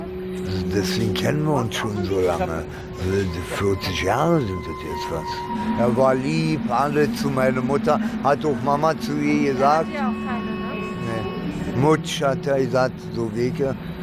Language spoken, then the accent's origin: German; Germany; also born or lived in Italy; Ich bin in Italien geboren, sagen wir mal so.